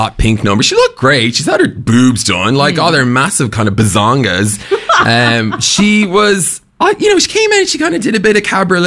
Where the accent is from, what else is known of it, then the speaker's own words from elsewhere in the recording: Ireland; I'm Irish. Like, come on, Brooklyn.